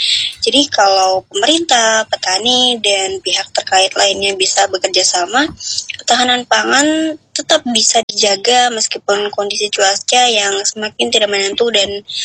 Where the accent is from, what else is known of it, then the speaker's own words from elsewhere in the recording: Tanjung Raja, South Sumatra, Indonesia; dan saya dari Tanjung Raja.